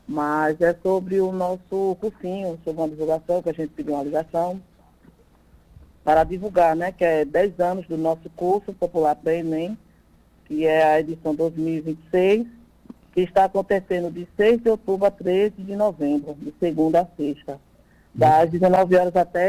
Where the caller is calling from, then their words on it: Santa Rita, Brazil; Falo de Santa Rita.